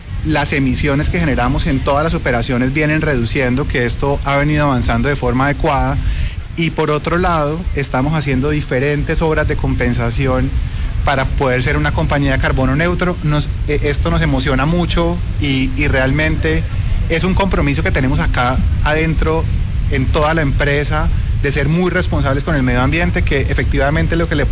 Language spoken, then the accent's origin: Spanish; Cúcuta, Norte de Santander, Colombia; No soy paisa, soy cucuteño.